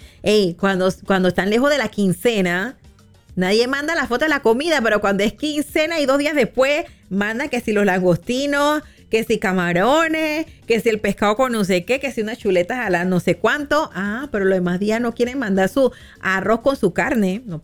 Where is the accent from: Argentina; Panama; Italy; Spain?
Panama; yo digo que somos panameños todos los días y todos los días hacemos patria